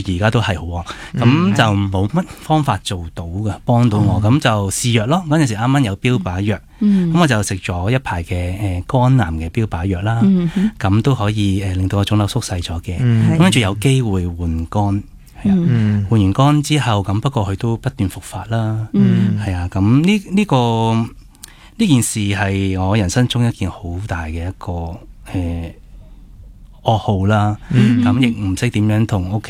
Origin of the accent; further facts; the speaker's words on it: Hong Kong; 我喺单亲家庭去长大嘅，咁我妈咪咧就喺我好细个嘅时候咧就带我嚟到香港，因为佢照顾自己嘅妈咪啦，即系我婆婆啦。咁我哋就两个人喺香港相依为命啦。